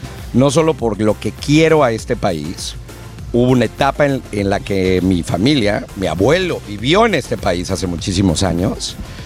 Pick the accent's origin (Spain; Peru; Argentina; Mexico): Mexico